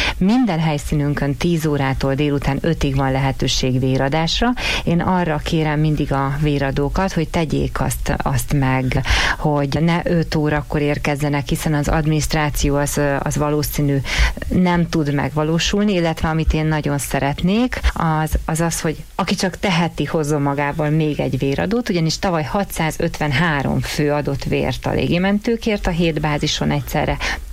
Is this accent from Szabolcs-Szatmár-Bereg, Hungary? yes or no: no; Miskolc, Borsod-Abaúj-Zemplén, Hungary; és én is miskolciként Szeretném, ha ez éven a miskolci véradási helyszínen jelenne meg a legtöbb véradó.